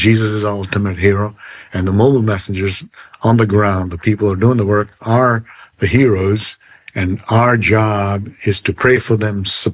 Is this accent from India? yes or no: yes; India; moved away; I grew up in India on the mission field.